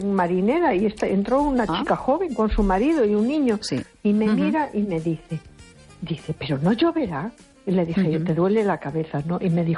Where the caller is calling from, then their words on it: A Coruña, Galicia, Spain; de Coruña.